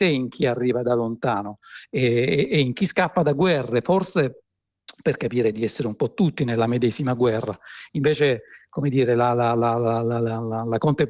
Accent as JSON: {"language": "Italian", "region": "Southern Italy", "country": "Italy"}